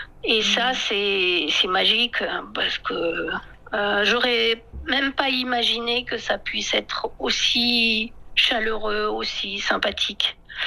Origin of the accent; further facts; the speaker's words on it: France; now in Yunnan, China; Pourtant, je ne suis pas du tout américaine, je suis française